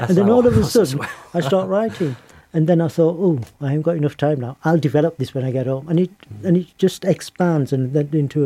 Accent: North West England, United Kingdom; And I grew up in Lancashire, but wherever I've lived, I've always liked to investigate the local history.

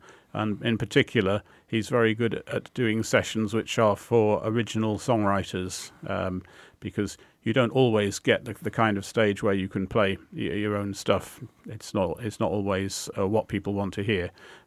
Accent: West Midlands, United Kingdom; born there; because I was born in Grosvenor Avenue, which is not more than a few hundred metres from the stage where the Streetly Festival happens.

